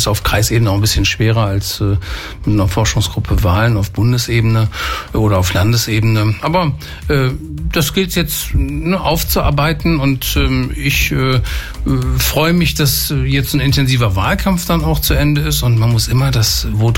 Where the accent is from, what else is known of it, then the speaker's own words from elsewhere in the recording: Georgsmarienhütte, Lower Saxony, Germany; Ich bin ja hier in Georgsmarienhütte aufgewachsen